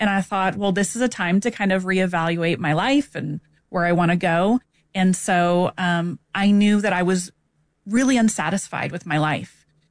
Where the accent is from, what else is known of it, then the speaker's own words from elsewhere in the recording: San Antonio, Texas, United States; So born and raised in San Antonio, Texas. 44 years old as of today